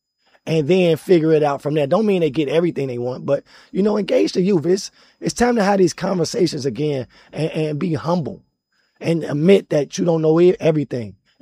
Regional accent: Chicago, Illinois, United States; And, you know, I'm from Chicago. So we used to have this program on the South Side

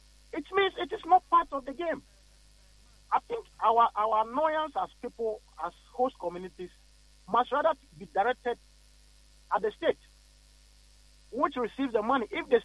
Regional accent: Ghana

